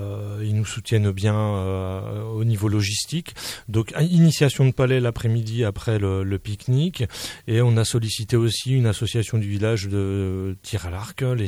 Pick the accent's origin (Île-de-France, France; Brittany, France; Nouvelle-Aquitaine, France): Brittany, France; Rennes; now in Sainte-Marie, France; je suis originaire de Rennes et Pays Gallo, où on joue au Palais Breton, où j'ai toujours vu mon grand-père jouer au palais.